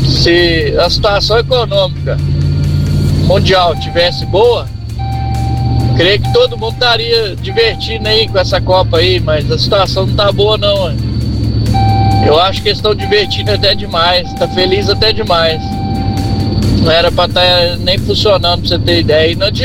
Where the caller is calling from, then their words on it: Brazil; nós que somos brasileiros